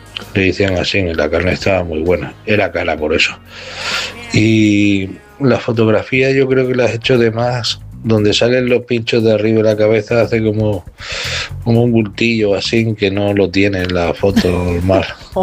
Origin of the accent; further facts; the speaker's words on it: Barcelona, Catalonia, Spain; Hola, buenas madrugadas … de Barcelona.